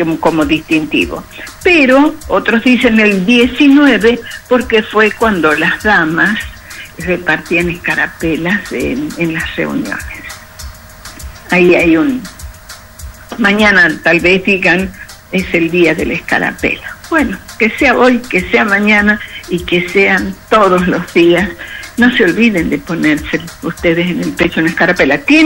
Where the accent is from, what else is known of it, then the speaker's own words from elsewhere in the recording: Argentina; No, somos argentinos